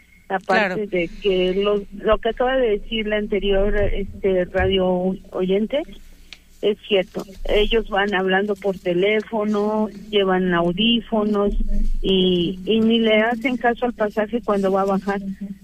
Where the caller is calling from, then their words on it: Mexico; yo vivo en San Gaspar y es la única ruta que llega hasta allá.